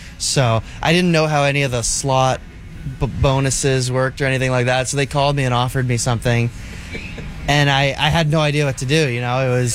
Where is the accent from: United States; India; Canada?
Canada; Toronto, Ontario; moved away; You know, growing up in Toronto, it's very, very diverse, very busy, a lot of stuff going on.